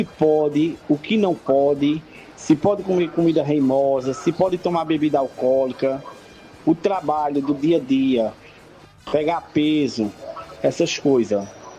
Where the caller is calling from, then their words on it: Caruaru, Pernambuco, Brazil; Eu sou aqui de Caruaru.